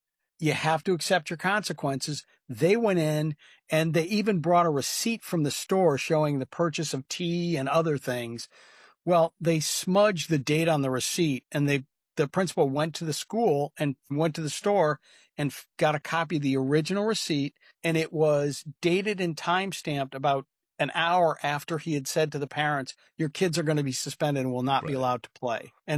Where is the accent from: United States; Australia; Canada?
United States; Indiana; I grew up in Indiana. And when I grew up, which was in the 1960s